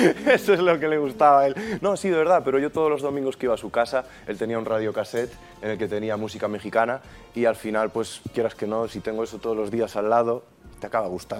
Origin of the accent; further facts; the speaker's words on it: Galicia, Spain; siendo gallego, que siempre he crecido, pues bueno, al final en Galicia...